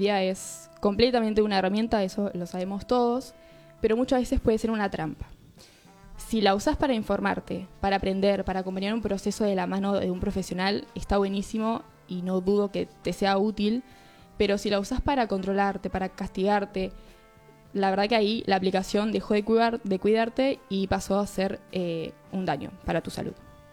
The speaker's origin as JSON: {"language": "Spanish", "country": "Argentina"}